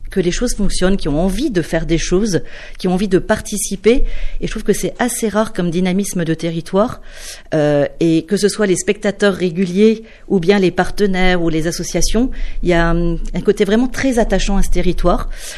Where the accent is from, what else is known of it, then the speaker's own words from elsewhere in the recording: Metz, Grand Est, France; also born or lived in Toulouse / Lyon; moi je suis née à Metz, je suis partie longtemps à Toulouse, Lyon, enfin j'ai un petit peu navigué en France. Un jour je suis revenue à Metz